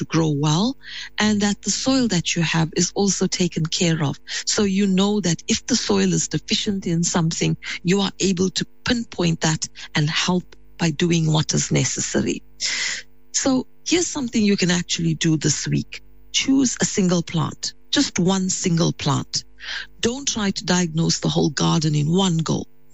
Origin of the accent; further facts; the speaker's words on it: Pietermaritzburg, KwaZulu-Natal, South Africa; growing up in Pietermaritzburg